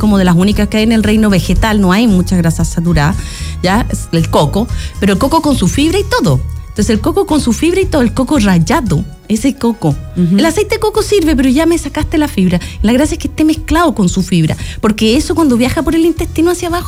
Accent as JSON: {"language": "Spanish", "country": "Chile", "said": "para nosotros los chilenos"}